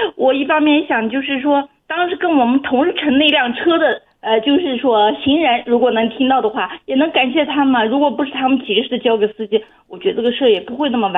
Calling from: Xinjiang, China

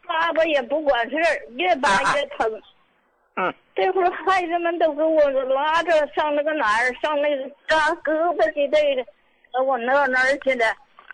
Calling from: Qinhuangdao, Hebei, China; 我是秦皇岛的

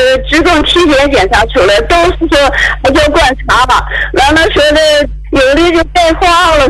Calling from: Dalian, Liaoning, China

